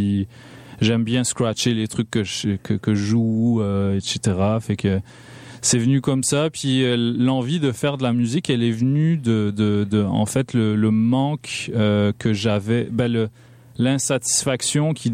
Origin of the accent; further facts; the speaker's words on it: Ville-Saint-Laurent, Quebec, Canada; Ben, moi, pour ceux qui savent pas, j'ai grandi à Ville-Saint-Laurent.